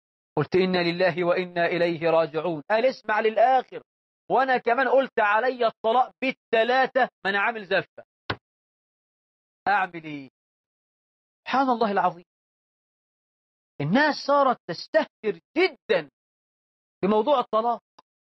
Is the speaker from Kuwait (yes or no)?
no; Egypt; بلدنا مصر